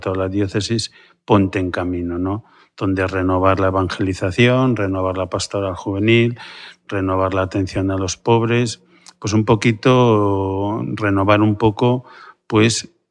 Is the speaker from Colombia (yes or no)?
no; Aragon, Spain; now in Pamplona, Spain; yo como aragonés disfruto mucho